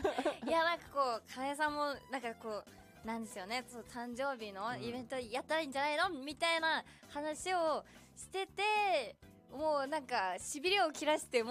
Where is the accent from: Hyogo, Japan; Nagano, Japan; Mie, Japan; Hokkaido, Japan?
Hokkaido, Japan; Muroran; born there; 室蘭です。